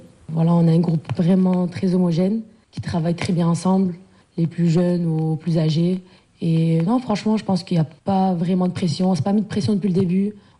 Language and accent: French; Algeria; On est algérienne